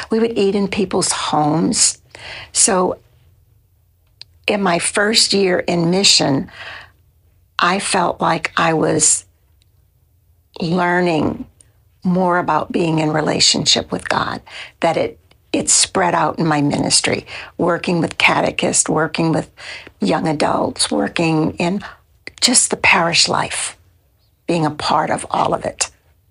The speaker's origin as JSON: {"language": "English", "town": "Harvey", "region": "Louisiana", "country": "United States", "tie": "born or raised there", "said": "When I grew up in Harvey, right across the river, I did not go to Catholic school."}